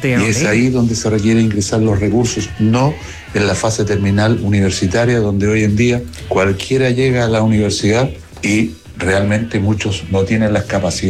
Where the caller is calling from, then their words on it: Temuco, Araucanía, Chile; desde Temuco.